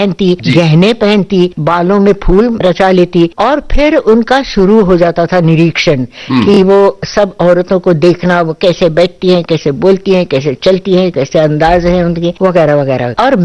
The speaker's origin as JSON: {"language": "Hindi", "town": "Pune", "region": "Maharashtra", "country": "India", "tie": "born or raised there", "also_born_or_lived": "Lucknow"}